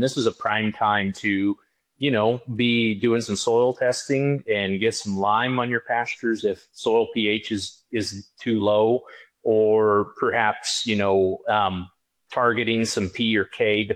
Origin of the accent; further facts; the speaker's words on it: New Mexico, United States; I'm from New Mexico, so I'll always refer back to it.